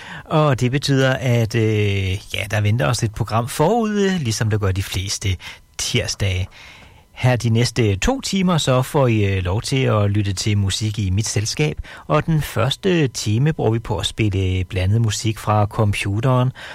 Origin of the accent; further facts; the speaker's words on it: Sønderholm, North Denmark Region, Denmark; i Sønderholm, hvor jeg kommer fra